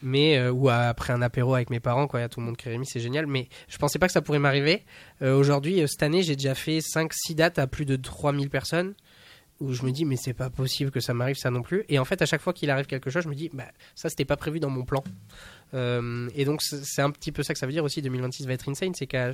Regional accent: La Brède, Nouvelle-Aquitaine, France; Alors moi, je viens de ce village de La Brède. La Brède, il faut savoir que c'est un village avec à peu près 4 000 habitants aujourd'hui.

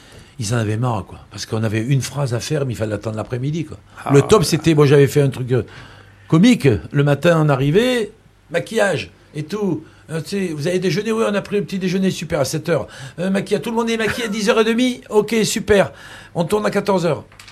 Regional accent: Toulon, Provence-Alpes-Côte d'Azur, France; born there; moved away; also born or lived in Paris; Tu m'as emmené dans ta ville où tu es né.

